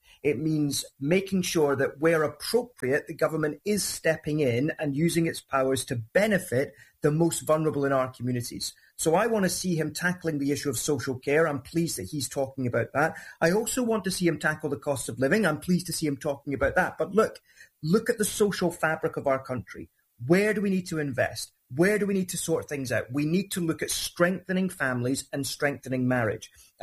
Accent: Northern England, United Kingdom; I'm just a Northerner, humble Northerner here to represent the people of Makerfield

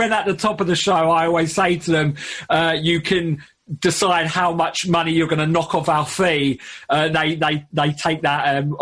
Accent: Southend-on-Sea, East of England, United Kingdom; Essex. So Southend on Sea in Essex.

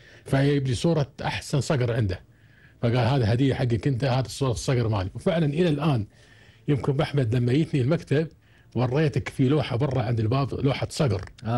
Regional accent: Kuwait; عندنا في الكويت منتشر

